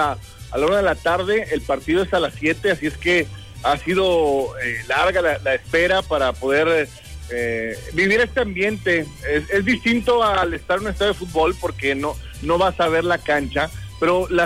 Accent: Mexico; nosotros mismos como mexicanos

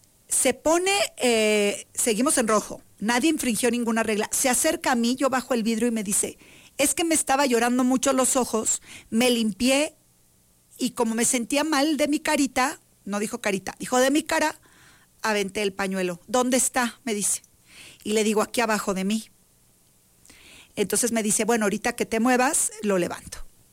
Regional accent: Mexico; Somos mexicanos

